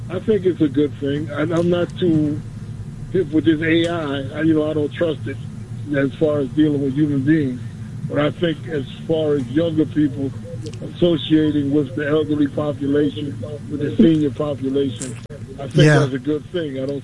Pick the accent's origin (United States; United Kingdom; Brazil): United States; New York City, New York; When I was younger, in our community in South Jamaica, we had a community center